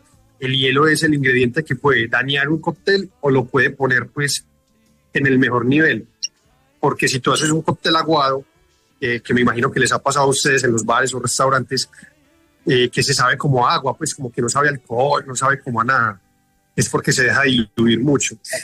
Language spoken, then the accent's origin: Spanish; Medellín, Antioquia, Colombia; born there; la Comuna 13, donde yo nací hace 10 años ya